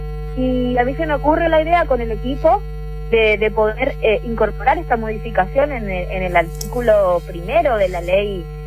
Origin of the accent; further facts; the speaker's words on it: Monte Caseros, Corrientes, Argentina; born there; Yo particularmente, que soy nacida en Montecaseros